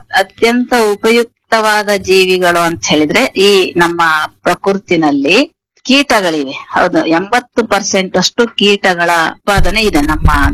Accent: Kolar, Karnataka, India; ನಮ್ಮ ಕೋಲಾರದಲ್ಲಿ

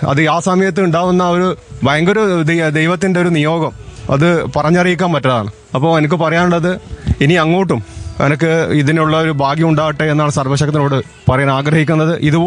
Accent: Chakkarakkal, Kerala, India; ഞാൻ ചക്രകൾ സ്വദേശിയാണ്.

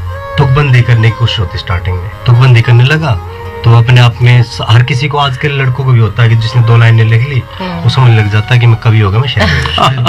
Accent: Haryana, India; मैं हरियाणा से हूँ, हमारे अम्बाला में पैदा हुआ है

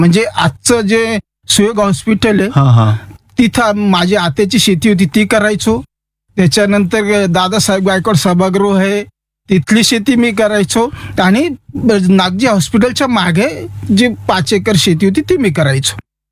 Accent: Nashik, Maharashtra, India; also born or lived in Musalgaon, Sinnar taluka; माझा जन्म सुद्धा नाशिकचा आहे.

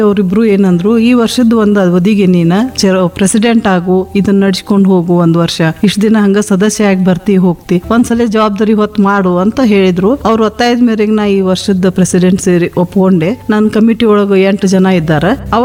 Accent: Munavalli, Karnataka, India; now in Belagavi, India; ನಾನು ಹುಟ್ಟಿದ ವಾತಾವರಣ ಮುನ್ನವಳ್ಳಿ ಅಂದ್ರೆ ಮುನಿಗಳ ಹಳ್ಳಿ, ಅದು ಮೋಸ್ಟ್ಲಿ ಅಲ್ಲಿ ಆ ವಾತಾವರಣದೊಳಗನ ಆಧ್ಯಾತ್ಮಿಕತೆ ಅನ್ನೋದು ತುಂಬೈತಿ ಅಂತ ನಂಗೆ ನಮ್ಮೂರಿನ ಬಗ್ಗೆ ಬಹಳ ಹೆಮ್ಮೆ.

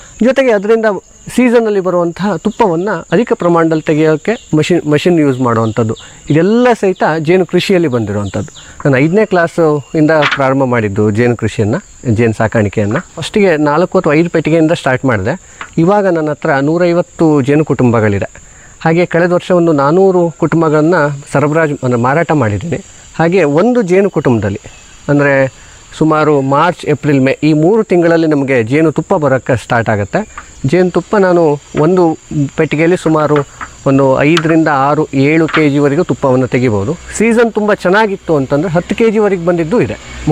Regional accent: Karnataka, India; ನಮ್ಮ ಮಲೆನಾಡು ಭಾಗಕ್ಕೆ

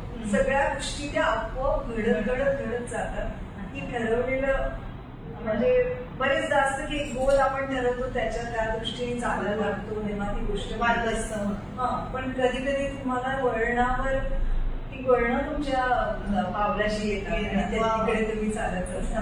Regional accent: Wardha, Maharashtra, India; also born or lived in Nagpur / Amravati; मी जन्म नागपूरचा, मग नंतर वर्धेला काही वर्ष माझं शिक्षण झालं, मग तिथनं अमरावतीला आलो.

